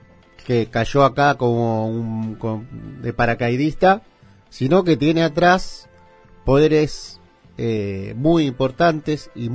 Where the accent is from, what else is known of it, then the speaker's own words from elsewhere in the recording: Argentina; orgulloso como argentino